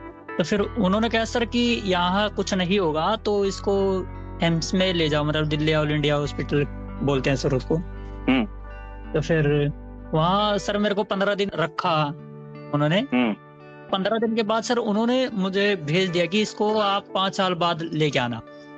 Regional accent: Kaithal, Haryana, India; born there; moved away as an adult; now in Lucknow, India; मैं हरियाणा कैथल का रहने वाला हूँ

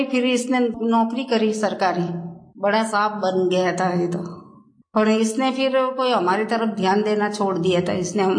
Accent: Palanpur, Gujarat, India; first language Gujarati; Hindi is a second language; मेरा बचपन गुजरात में।

